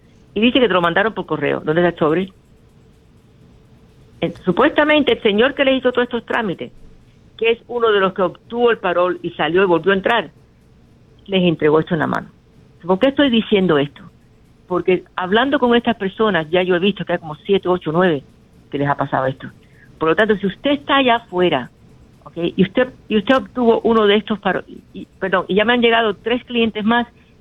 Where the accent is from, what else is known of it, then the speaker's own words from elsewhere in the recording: New York, United States; also born or lived in Cuba; A mí me trajeron de Cuba en el año 62. Yo tenía 8 años. Yo me crié en Nueva York.